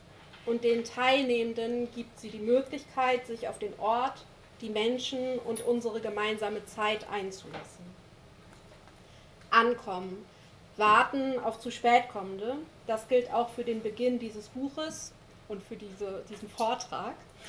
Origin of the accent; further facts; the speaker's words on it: Lower Saxony, Germany; born there; Genau, ihr wisst schon, ich bin im Wendland geboren, da ist einfach ein Umfeld, was so sehr widerständig alternativ ist. Ich bin in einer akademisch geprägten Familie aufgewachsen, das war ein sehr unterstützendes Umfeld.